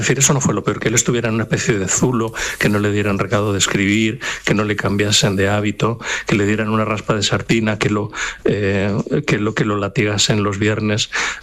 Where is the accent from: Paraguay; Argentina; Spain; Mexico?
Spain; Montiel, Castilla-La Mancha; Ya sabes que yo soy de Montiel, estoy a una hora de Beas.